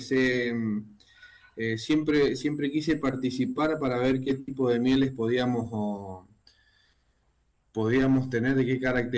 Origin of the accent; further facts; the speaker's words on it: 3 de Mayo, Lavalle, Mendoza, Argentina; 3 de mayo. 3 de mayo es el lugar donde, el distrito de donde soy. Es un distrito de Lavalle.